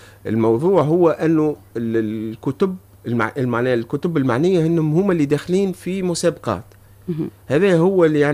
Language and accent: Arabic; Tunisia; عندنا في تونس